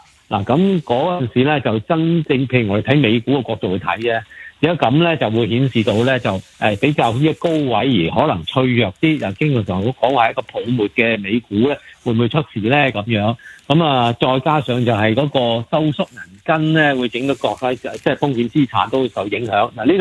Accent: Hong Kong; 我哋香港人

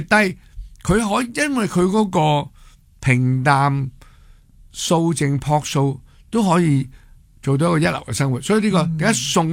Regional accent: Hong Kong; 我哋香港人就系、有时我啦，以前后生好中意 city life 嘅。

